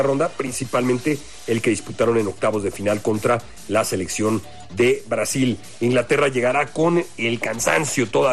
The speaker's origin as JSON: {"language": "Spanish", "country": "Mexico"}